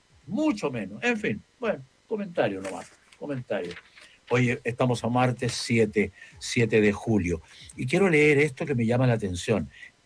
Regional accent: Chile; somos mucho más chilenos, y mucho más habitantes chilenos, ciudadanos chilenos

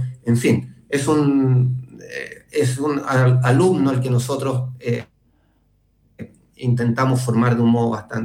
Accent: Chile; somos muchos los chilenos y no todos somos de la misma manera

